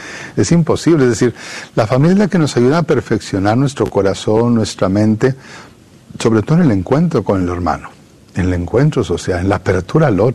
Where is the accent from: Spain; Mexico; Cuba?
Mexico; Parral, Chihuahua; also born or lived in Ciudad Juárez; nosotros llegamos con una familia migrante, nos trasladamos de Parral, Chihuahua, al sur del estado de Chihuahua, en México, uh-huh. hacia Ciudad Juárez en 1980.